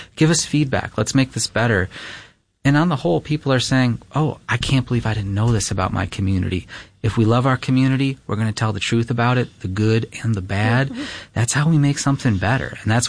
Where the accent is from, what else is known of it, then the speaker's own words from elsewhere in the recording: Webster, New York, United States; in my school growing up in Webster, I didn't learn any local civil rights history. I didn't learn that slavery happened in New York State.